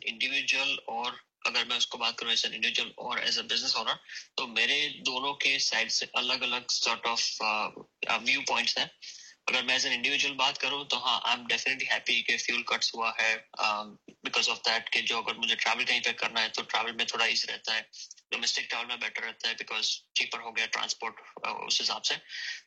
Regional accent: Sydney, New South Wales, Australia; और मैं सिडनी से हूँ।

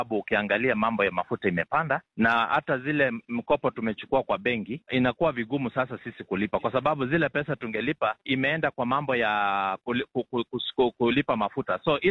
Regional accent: Kenya; Sisi wote ni Wakenya, wale wako ndani ya serikali ni Wakenya, pia sisi ni Wakenya, wananchi ni Wakenya, na sisi ni wanabiashara.

